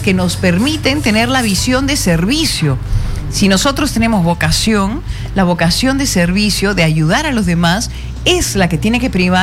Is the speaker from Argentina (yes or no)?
no; Peru; Todos somos hermanos, todos somos peruanos.